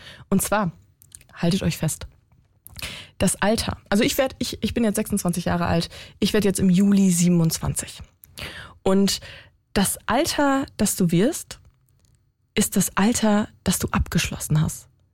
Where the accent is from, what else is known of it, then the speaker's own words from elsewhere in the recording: North Rhine-Westphalia, Germany; Ich komme aus NRW